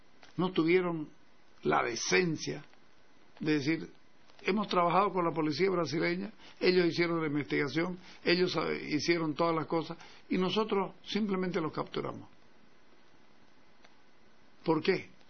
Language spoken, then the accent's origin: Spanish; Santa Cruz, Bolivia; soy cruceño, y no por ser farsante, pero soy cruceño